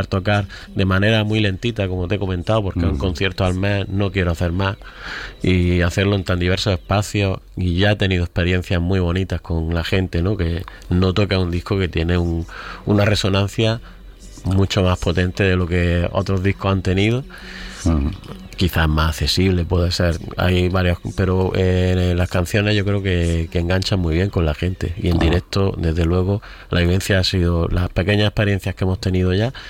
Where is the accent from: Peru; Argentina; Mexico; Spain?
Spain; Granada, Andalusia; Yo que soy granadino